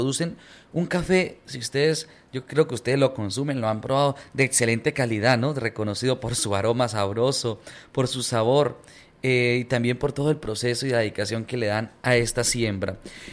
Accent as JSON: {"language": "Spanish", "region": "Norte de Santander", "country": "Colombia", "said": "nuestro departamento, nuestro norte de Santander, nuestro país"}